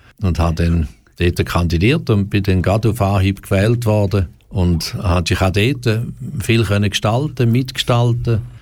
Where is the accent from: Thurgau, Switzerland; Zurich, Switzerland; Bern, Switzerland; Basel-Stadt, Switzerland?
Thurgau, Switzerland; Romanshorn; born or raised there